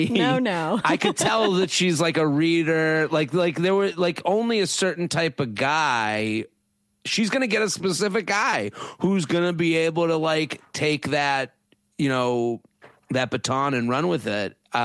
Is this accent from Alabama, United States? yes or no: no; Needham, Massachusetts, United States; I'm from Needham.